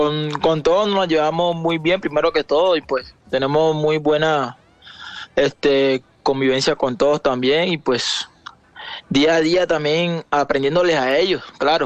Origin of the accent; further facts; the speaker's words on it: Magdalena, Colombia; now in Medellín, Colombia; yo soy de la zona bananera.